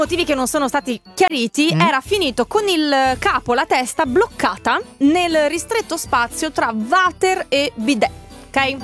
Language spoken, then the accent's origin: Italian; Friuli-Venezia Giulia, Italy; è una cosa che è successa dalle mie parti. In Friuli